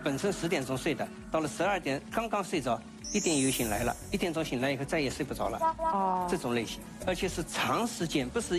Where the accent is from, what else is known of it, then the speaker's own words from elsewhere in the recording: Shanghai, China; 我们上海人讲5、6度迷迷糊糊啊，